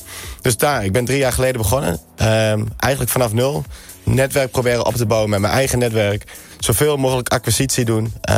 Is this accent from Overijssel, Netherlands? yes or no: yes; Overijssel, Netherlands; accent: Twents; now in Amsterdam, Netherlands; 26 jaar. Ik kom oorspronkelijk dus uit Twente. Ik woon nu in Amsterdam.